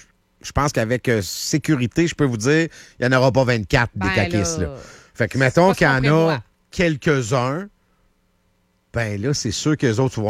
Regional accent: Quebec, Canada; Et j'aimerais ça qu'on recommence en tant que Québécois à s'occuper de notre démocratie.

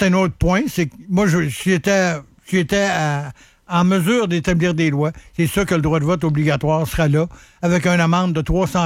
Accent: Quebec, Canada; On n'a pas d'épines dorsales, on est des Québécois, puis on suit que la poutine pis Creton, ça va nous sauver la vie.

